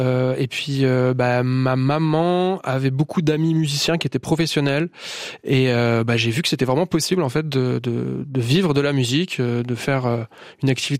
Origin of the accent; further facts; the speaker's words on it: France; born there; moi je suis né en France, mon papa est brésilien, j'ai une grande partie de ma famille qui est au Brésil, dont ma sœur et mon frère. Et en fait, j'ai jamais vécu vraiment au Brésil, j'y vais depuis que je suis petit, régulièrement.